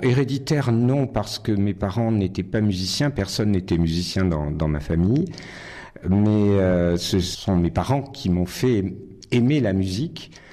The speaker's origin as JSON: {"language": "French", "town": "Nice", "region": "Provence-Alpes-Côte d'Azur", "country": "France", "tie": "born or raised there", "said": "je suis né et j'ai grandi à Nice. Mes parents étaient niçois également, d'origine italienne. Comme mon nom l'indique, mes grands-parents sont arrivés de Toscane dans les années 1920."}